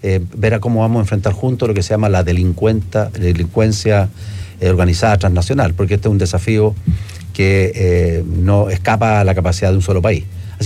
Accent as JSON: {"language": "Spanish", "country": "Chile", "said": "somos muchos los chilenos que nos ha tocado vivir allá o estudiar allá."}